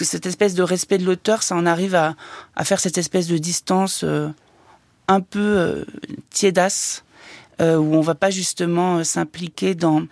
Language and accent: French; Nouvelle-Aquitaine, France; moved away as an adult; je viens du Limousin